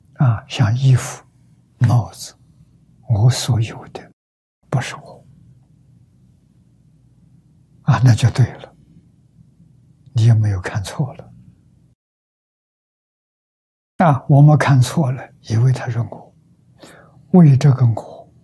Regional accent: China; 这两种呢，我们中国人叫说一个字，沉见

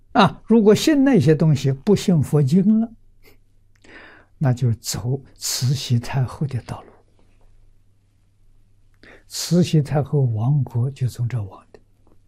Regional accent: Fujian, China; born there; moved away; 我小时候在福建住过6年

